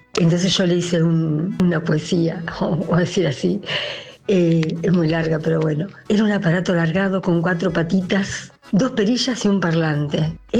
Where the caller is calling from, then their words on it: 9 de Julio, Buenos Aires Province, Argentina; de 9 de julio.